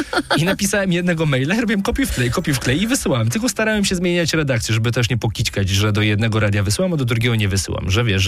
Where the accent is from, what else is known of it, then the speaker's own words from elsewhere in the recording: Zielona Góra, Lubusz Voivodeship, Poland; moved away as an adult; now in Warsaw, Poland; ja jestem z Zielonej Góry